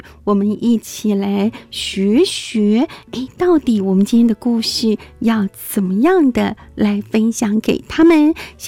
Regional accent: Taipei, Taiwan; 我父母都是客家人，可是我不是在客家庄长大的，我是在台北，我左邻右舍没人讲客语啊。那时候就是会听，然后讲不是很好，

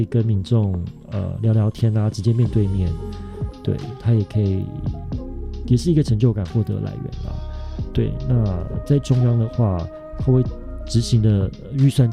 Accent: Xinpu, Hsinchu County, Taiwan; 也是很充满自信的去告诉大家我是新竹信不会的客家人

